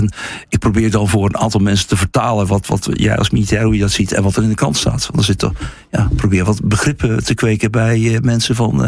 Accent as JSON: {"language": "Dutch", "country": "Netherlands"}